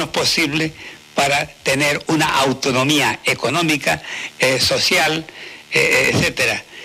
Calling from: Canary Islands, Spain; Somos lo peor de todo el Estado español, en Canarias.

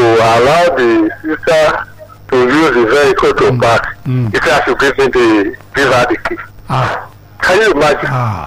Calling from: Lagos, Nigeria; From Ojo area.

